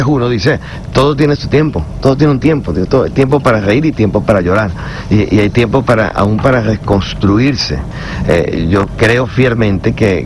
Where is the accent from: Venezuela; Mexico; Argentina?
Venezuela